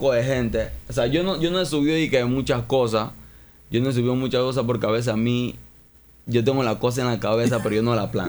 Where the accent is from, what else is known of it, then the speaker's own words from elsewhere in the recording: Colón, Panama; soy de Colón